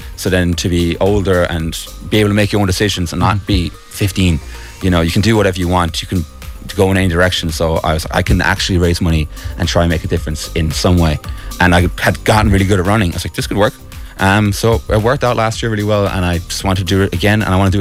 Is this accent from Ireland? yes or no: yes; Munster, Ireland; I'm from Kerry.